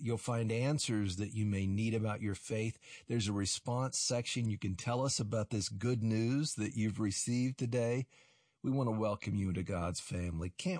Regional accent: West Virginia, United States; It was so encouraging to hear from a young business owner in my home state of West Virginia

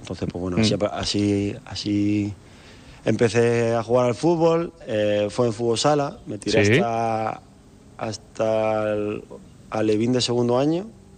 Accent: Murcia, Region of Murcia, Spain; born there; Yo nací en Murcia, sí.

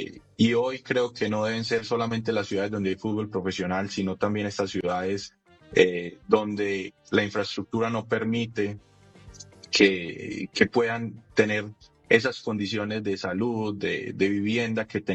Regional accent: Colombia; hoy somos colombianos

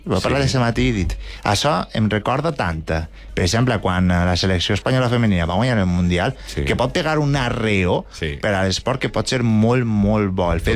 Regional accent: Llanera de Ranes, Valencian Community, Spain; Jo soc de Ranes.

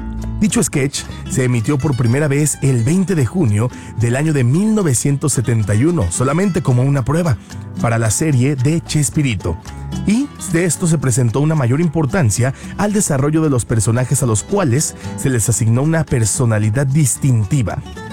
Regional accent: Mexico; la identidad que tenemos como mexicano con los programas de televisión clásicos

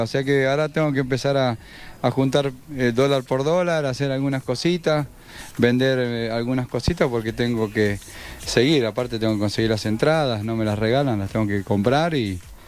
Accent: Argentina; moved away; Soy argentino y siempre aliento a la selección.

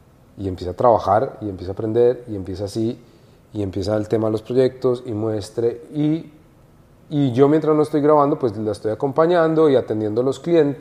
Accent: Colombia; moved away as an adult; now in United States; Porque yo en Colombia era.

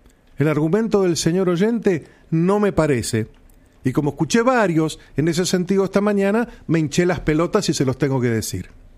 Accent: Patagonia, Argentina; me crié en la Patagonia, chicos. Me crié en un frío de cagarse en el medio del viento

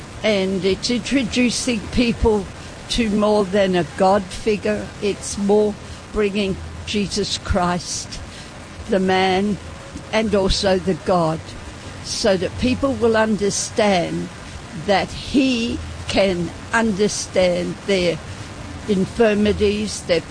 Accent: Australia; I'm an Australian. Yes.

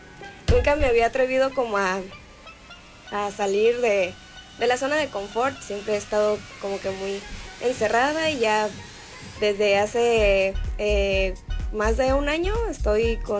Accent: Puerto Vallarta, Jalisco, Mexico; Yo soy de aquí, de Puerto Vallarta.

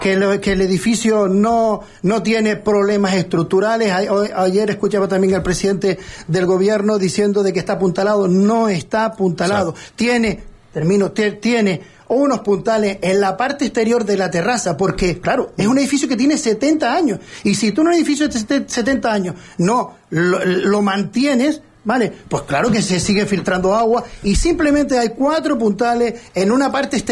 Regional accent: Canary Islands, Spain; ¿Sabes cuántas islas somos? 8.

